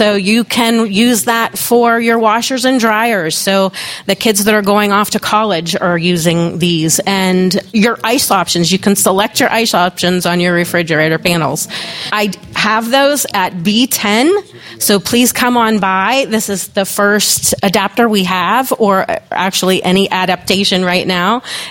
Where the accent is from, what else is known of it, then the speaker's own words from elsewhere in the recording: Pennsylvania, United States; I am from Pennsylvania